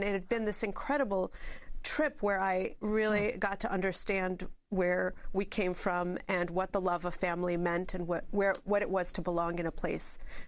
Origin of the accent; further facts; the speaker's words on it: New York, United States; as a New Yorker, the shock and the horror and all